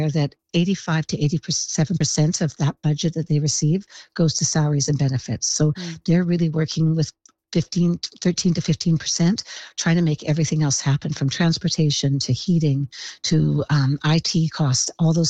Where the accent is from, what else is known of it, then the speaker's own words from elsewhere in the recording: West Vancouver, British Columbia, Canada; I'm from West Vancouver. Our budget's about $100 million a year.